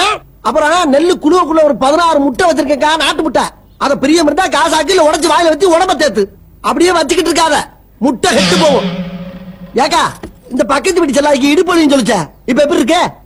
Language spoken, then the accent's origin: Tamil; Kanadukathan, Tamil Nadu, India; காரக்குடி பக்கத்துல காணாடு காத்தா.